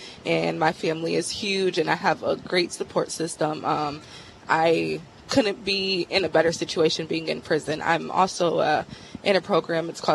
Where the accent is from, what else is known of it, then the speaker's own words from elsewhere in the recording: Davenport, Iowa, United States; I'm from Davenport, Iowa.